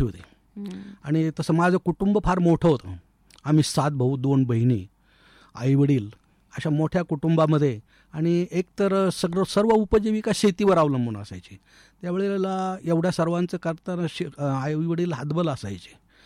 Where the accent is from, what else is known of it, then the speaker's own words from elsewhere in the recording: Somthane Khurd, Maharashtra, India; मी अहिल्यानगर जिल्ह्यामध्ये पाथर्डी तालुक्यात सोमठाणे खुर्द एक छोटंसं गाव आहे, त्या खेडेगावामध्ये माझा जन्म झाला आणि माझं बालपण संपूर्ण त्या ठिकाणीच गेलेलं आहे। ऍक्च्युली हे जे सोमठाणे खुर्द हे गाव आहे, हे अहिल्यानगर जिल्ह्यातलं एक ऐतिहासिक गाव आहे।